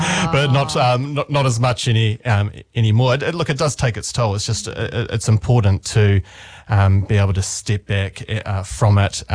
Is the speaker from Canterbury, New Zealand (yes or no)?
yes; Christchurch, Canterbury, New Zealand; moved away as an adult; also born or lived in Dunedin; So I grew up in Christchurch originally. And then after high school, I ventured even further south to Dunedin, to Otago University to study law there.